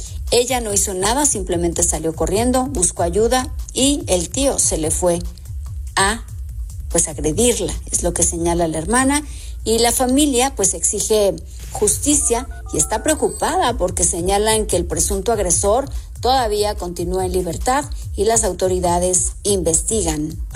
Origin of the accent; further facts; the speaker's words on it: Mexico; para nosotros como mexicanos